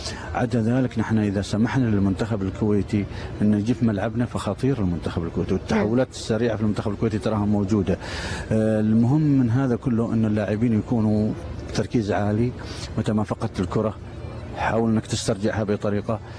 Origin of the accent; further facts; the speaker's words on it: Oman; إحنا كعمانيين